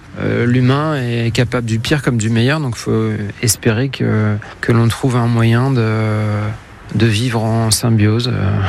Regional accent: Compiègne, Hauts-de-France, France; Moi, je viens de Compiègne, j'étais dès que possible en forêt pour courir

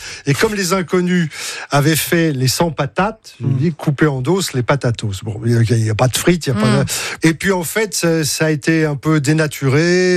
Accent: Paris, Île-de-France, France; Moi, je suis un parigot.

